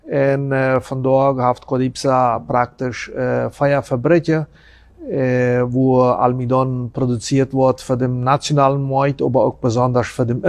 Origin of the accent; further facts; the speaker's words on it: Friesland, San Pedro, Paraguay; also born or lived in Chaco; Also, ich komme ursprünglich aus Friesland.